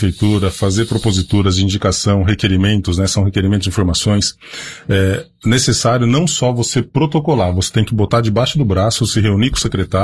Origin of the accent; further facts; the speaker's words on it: Sorocaba, São Paulo, Brazil; Eu sou da Zona Norte, ali no Jardim Novo Horizonte. Mas eu não sou um cara bairrista.